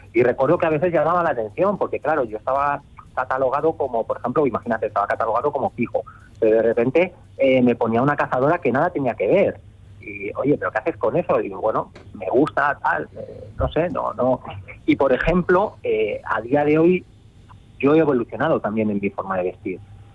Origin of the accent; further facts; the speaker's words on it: Manzanares, Castilla-La Mancha, Spain; Manzanares, que es mi pueblo.